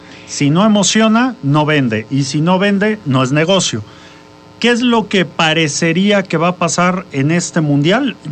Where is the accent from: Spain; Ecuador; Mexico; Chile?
Mexico; somos pesimistas los mexicanos.